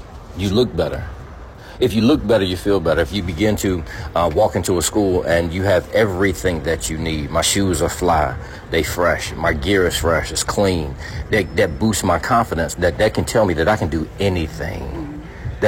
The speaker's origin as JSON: {"language": "English", "town": "Beckley", "region": "West Virginia", "country": "United States", "tie": "born or raised there", "said": "Well, growing up, because I'm from Beckley, West Virginia, growing up in West Virginia, I would often have to use hand-me-downs going to school."}